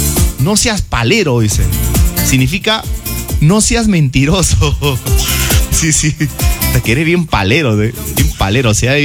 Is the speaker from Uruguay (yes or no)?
no; Mexico; Soy mexicana.